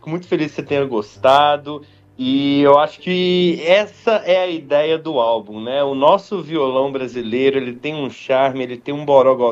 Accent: Prados, Minas Gerais, Brazil; also born or lived in São João del Rei; Olha, eu sou do interior de Minas Gerais, nasci numa cidade que chama São João del Rei, cresci numa cidadezinha ao lado que chama Prados

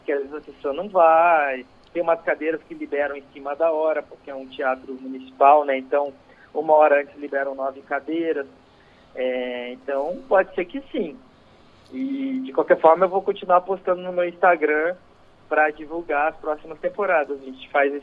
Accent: Canoinhas, Santa Catarina, Brazil; Eu sou de Santa Catarina, Canoinhas, uma das cidades mais frias do Brasil. Lá congela até a água do cachorro.

